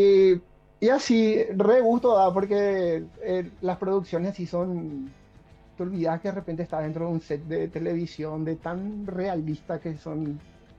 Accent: Paraguay; moved away as an adult; now in Rio de Janeiro, Brazil

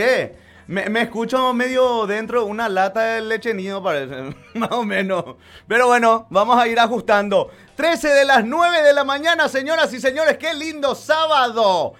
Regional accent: Asunción, Paraguay; born there; yo nací en Asunción, pero mi mamá era de Villarrica. Algo es algo. Tengo mitad sangre villarriqueña.

